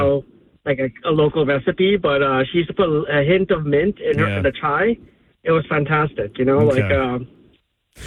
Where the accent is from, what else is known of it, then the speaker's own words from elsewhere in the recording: Woodbridge, New Jersey, United States; now in Philadelphia, United States; even though I'm from Philly, I grew up in Woodbridge, so we moved to Philly after the fact. But near Edison area.